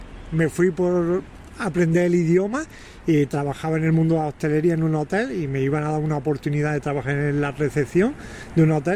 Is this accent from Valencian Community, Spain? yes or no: no; Almuñécar, Andalusia, Spain; moved away as an adult; now in San Sebastián, Spain; Soy de Granada, concretamente de Almuñeca, de la costa tropical. Y vine aquí por un proyecto hace 5 años en el Hotel Montiguerdo.